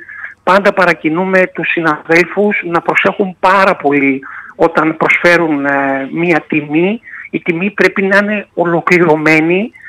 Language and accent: Greek; Istanbul, Turkey; Έχω γεννηθεί Κωνσταντινούπολη, είμαι από εκεί, οπότε είναι η πατρίδα μου